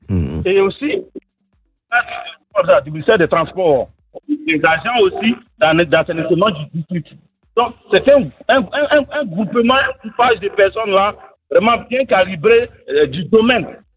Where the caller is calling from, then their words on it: Côte d’Ivoire; Nous sommes des humains, nous sommes des Ivoiriens.